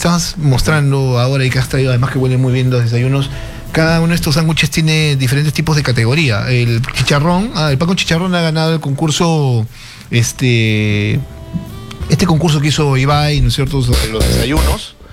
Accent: Peru

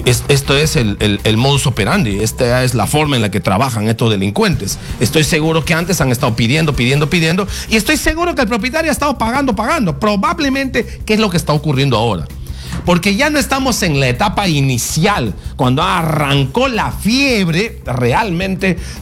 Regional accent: Peru; Somos los peruanos que nos agarramos un carro para hacer emolienteros.

